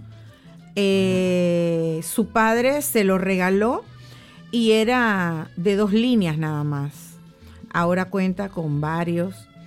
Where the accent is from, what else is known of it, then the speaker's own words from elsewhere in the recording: Panama; todos como panameños